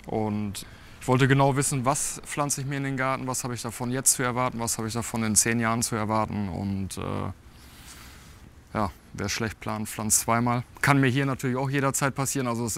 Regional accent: Germany; Mein Papa kommt aus Sardinien und da stehen halt häufiger solche Palmen, die durften hier halt nicht fehlen. Ich bin in Deutschland aufgewachsen, aber trotzdem eine große Verbundenheit zur Insel

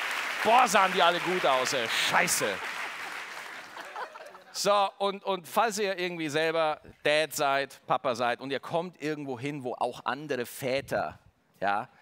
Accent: Straubing, Bavaria, Germany; born there; accent: Bavarian; ich bin in Straubing geboren

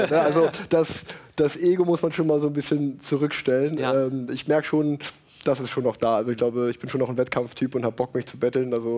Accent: Unna, North Rhine-Westphalia, Germany; Ich bin in Unna groß geworden, in der Nähe von Dortmund, das heißt großer Borussia Dortmund-Fan

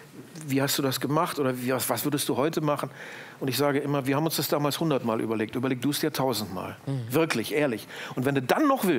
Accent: Germany; Ich komme ja aus dem Grenzgebiet von NDR und WDR.

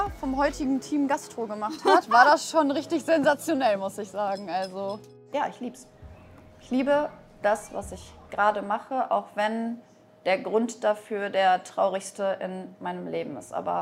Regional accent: Warmian-Masurian Voivodeship, Poland; now in Verl, Germany; Wir kommen ursprünglich aus Polen, von den Masuren.

